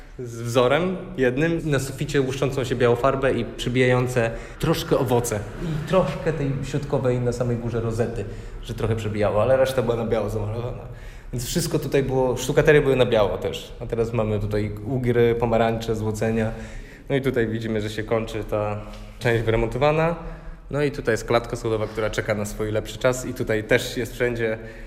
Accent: Wrocław, Lower Silesian Voivodeship, Poland; Jestem z Wrocławia, od urodzenia. Na początku mieszkaliśmy z rodzicami koło dworca, potem chyba na Powstańców, a później bardzo długi okres w Leśnicy, w kamienicy. Taka biedniejsza czynszówka, ale też fajna, też ładna i też z klimatem.

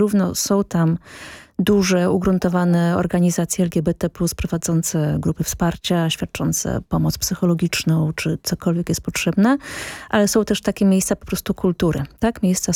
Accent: Warsaw, Masovian Voivodeship, Poland; ja jestem z Warszawy

